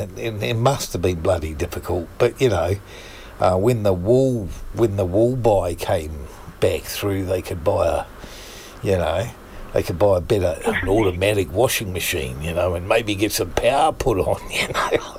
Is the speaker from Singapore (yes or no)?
no; New Zealand; also born or lived in Takapuna; growing up in New Zealand when I grew up